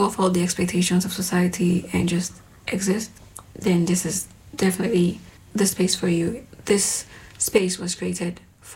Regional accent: Nigeria; accent: Nigerian; English is a second language; moved away as an adult; now in Greece; I'm from Nigeria, if you could not guess from my very strong Nigerian accent.

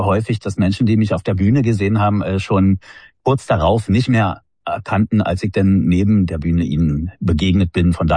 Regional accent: Wandlitz, Brandenburg, Germany; also born or lived in Berlin; Ja, ich bin vor 6 Jahren aus Berlin weggezogen. Also aufgewachsen bin ich in Wandlitz in der Gegend, also ein bisschen nördlich von Berlin.

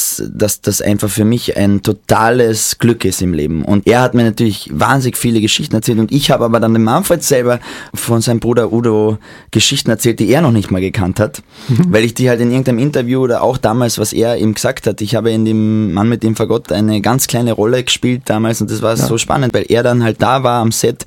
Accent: Maria Saal, Carinthia, Austria; Das war nur zuerst ganz bei mir am Land, wo ich herkomme, in Mariasaal, also am Fuße von Magdalensberg, und dann in Klagenfurt und im Dezember.

